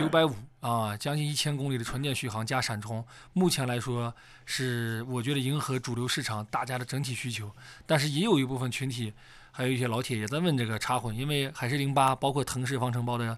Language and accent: Chinese; Inner Mongolia, China; accent: Inner Mongolian with northern Shaanxi accent; 这是我们陕北口音的内蒙话啊，就是巴盟跟沂蒙一带的。